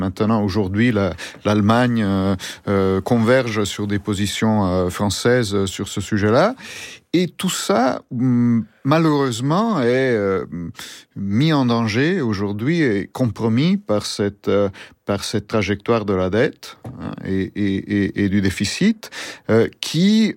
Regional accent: Italy; en tant qu'Italien très francophile

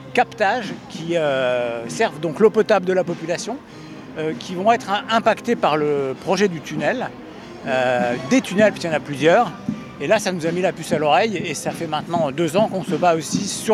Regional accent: Auvergne-Rhône-Alpes, France; parce que je viens de Savoie. Et en Savoie, on a des méga-bassines depuis déjà longtemps qui servent à faire de la neige artificielle.

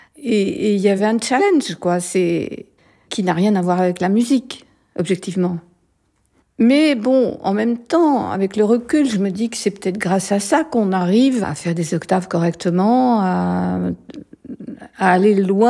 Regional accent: Paris, Île-de-France, France; born there; Je suis née à Paris en 1945

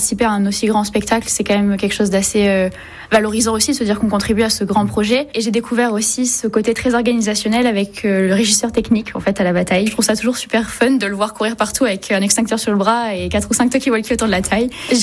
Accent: Saint-Émilion, Nouvelle-Aquitaine, France; also born or lived in Libourne; j'ai 21 ans. Et je suis née à Libourne, j'ai grandi à Saint-Émilion.

